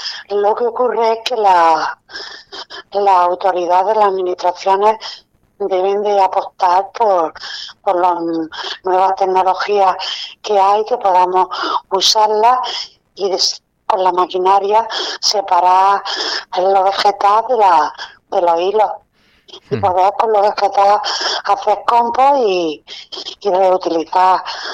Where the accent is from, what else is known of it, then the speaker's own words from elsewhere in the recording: Almería, Andalusia, Spain; los que somos de Almería y conocemos la feria, la hemos vivido desde niño.